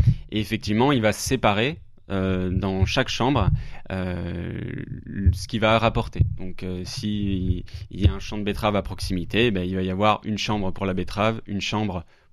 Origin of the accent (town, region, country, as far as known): Grand Est, France